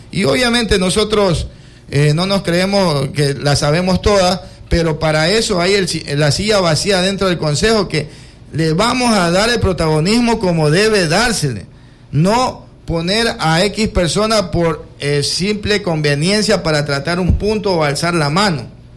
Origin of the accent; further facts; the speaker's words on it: Quevedo, Los Ríos, Ecuador; born there; Yo nací en San Camilo.